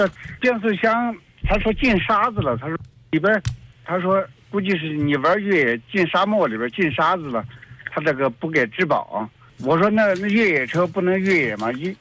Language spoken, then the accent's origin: Chinese; Shaanxi, China; 我不是，我是陕西人，我在内蒙古这边坏车坏的这边来了。